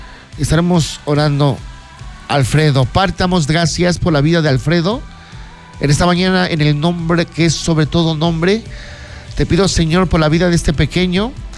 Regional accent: Guadalajara, Jalisco, Mexico; now in Huautla de Jiménez, Mexico; Llegamos en el año 2021, venimos de Guadalajara, Jalisco, y por su misericordia ya en el mes de septiembre, si Dios nos permite la vida, estaremos cumpliendo 5 años. Aquí estamos establecidos, aquí en Huautla de Jiménez

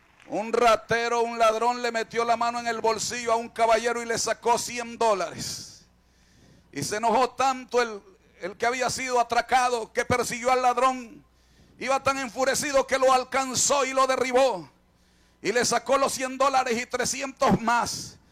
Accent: Nicaragua; Estoy en mi país. Estoy en mi nación. Amo a Nicaragua. Amo a todas las naciones, pero Nicaragua es especial para mí. Soy hijo de la patria.

